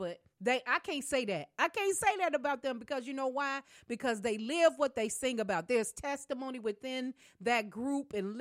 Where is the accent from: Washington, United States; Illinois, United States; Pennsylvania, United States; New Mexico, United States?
Illinois, United States; Chicago; now in Champaign, United States; That's where I was born and raised. Even though I'm down here in Champaign, I was born and raised right in the great city of Chicago, Illinois, on the south side, 9900 South Low Avenue is where I was born and raised.